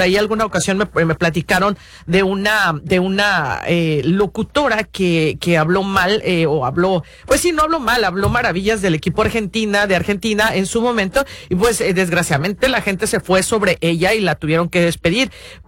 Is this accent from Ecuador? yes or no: no; Mexico; En un momento dado, pues yo soy mexicana, lógicamente voy a irle al equipo mexicano